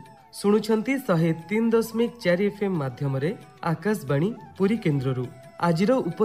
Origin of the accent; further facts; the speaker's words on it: Odisha, India; ଆମେ ଓଡ଼ିଆ ଏଠି ସବୁ କଥାରେ ରଜ ମଉଜ ଖୋଜୁ